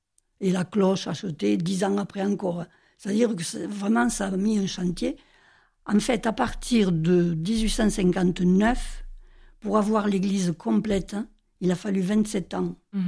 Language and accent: French; Viterbe, Occitanie, France; moved away; je suis née à Viterbe et pendant les 20 premières années, j'allais à la messe